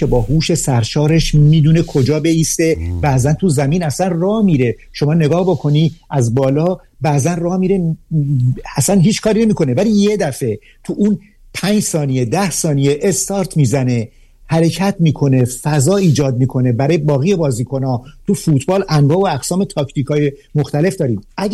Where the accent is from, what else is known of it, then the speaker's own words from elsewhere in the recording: Ahvaz, Khuzestan, Iran; born there; تو اهواز بودیم ما اون موقع، من نوجوان بودم،